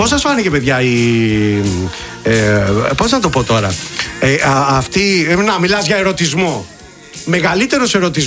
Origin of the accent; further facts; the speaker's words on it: Molaoi, Peloponnese, Greece; στο χωριό μου στου Μολάου.